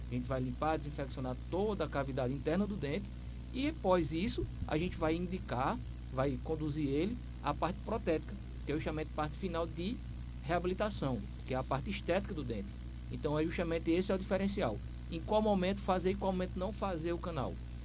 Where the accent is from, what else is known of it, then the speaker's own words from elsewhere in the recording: Sousa, Paraíba, Brazil; now in Toritama, Brazil; sou da cidade de Souza, cidade do Dinossauro.